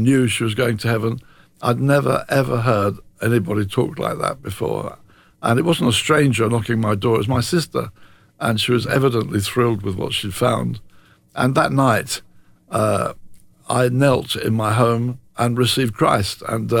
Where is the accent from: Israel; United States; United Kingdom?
United Kingdom; Brighton, South East England; born there; I was born in Brighton.